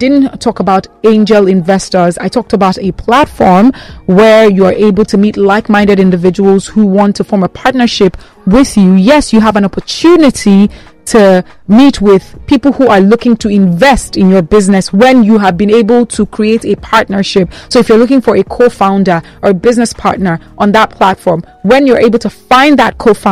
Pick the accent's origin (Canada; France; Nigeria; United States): Nigeria; because I am a Nigerian